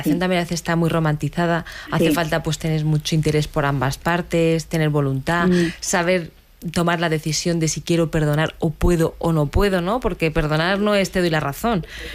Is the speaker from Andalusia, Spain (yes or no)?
no; Águilas, Region of Murcia, Spain; born there; Bueno, yo soy nacida en Águilas